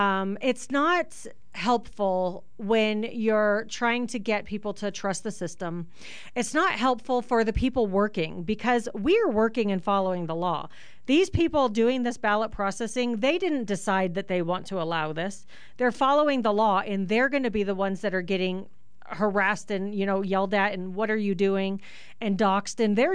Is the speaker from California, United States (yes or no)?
yes; California, United States; now in Arizona, United States; I am from California originally.